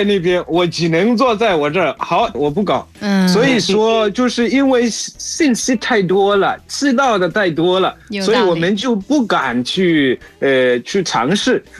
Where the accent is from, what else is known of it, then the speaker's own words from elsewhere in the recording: Zimbabwe; 我是来自津巴布韦的